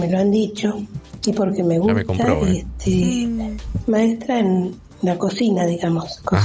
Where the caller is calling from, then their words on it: Buenos Aires, Argentina; Hola, buen día … de Parque Patricios, ¿cómo están?